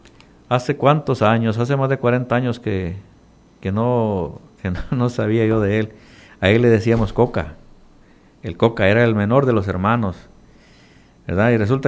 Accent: Honduras; born there; Como muchos saben, soy nacido en Honduras.

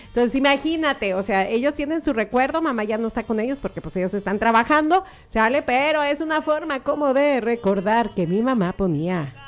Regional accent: Mexico

